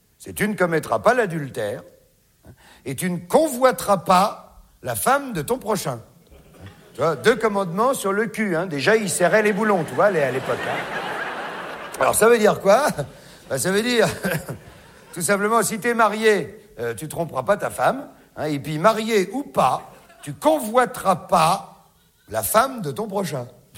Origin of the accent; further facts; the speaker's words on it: France; chez nous, en France